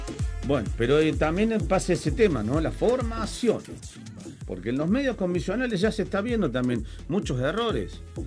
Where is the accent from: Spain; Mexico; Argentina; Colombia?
Argentina; Pozo del Molle, Córdoba; Hola chicos … de Pozo del Moyo, hecho a Tony. Pero hoy los escucho desde acá de Córdoba.